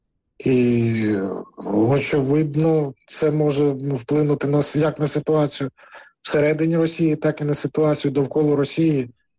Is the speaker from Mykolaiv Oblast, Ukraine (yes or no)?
no; Crimea, Ukraine; Ну, ми, кримчани, кримські експерти, ще з 2014 року казали